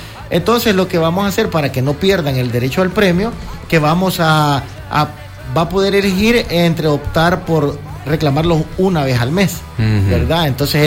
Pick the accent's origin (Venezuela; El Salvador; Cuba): El Salvador